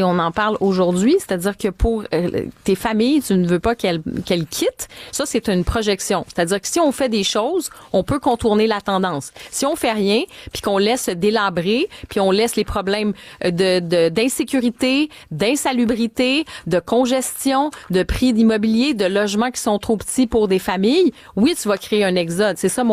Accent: Montreal, Quebec, Canada; Moi j'ai grandi à Montréal, puis on a grandi, puis j'étais pas dans une grande maison là. Il y a des périodes, je veux dire, on a vécu dans des appartements à Montréal, dans des quartiers. J'ai grandi dans le quartier Côte-des-Neiges, j'ai habité à Hunsic

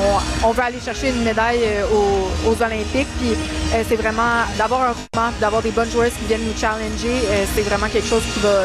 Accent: Montreal, Quebec, Canada; je suis vraiment choyée de venir de Montréal, de venir du Québec.

